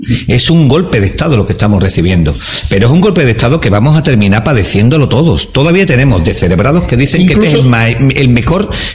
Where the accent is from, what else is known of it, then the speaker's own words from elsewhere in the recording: Spain; yo, que siento España en todo mi ser, yo soy español y nunca lo he ocultado.